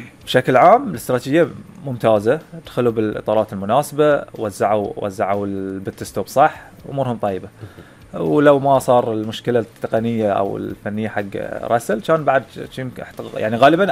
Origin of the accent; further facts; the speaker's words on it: Bahrain; احنا كبحرينيين